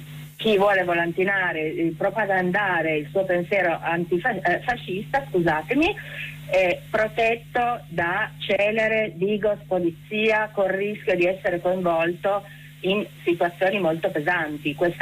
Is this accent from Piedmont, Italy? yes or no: yes; Turin, Piedmont, Italy; noi ci vedremo come torinesi liberi democratici il 10 settembre sia alle 9 del mattino al tribunale per seguire il processo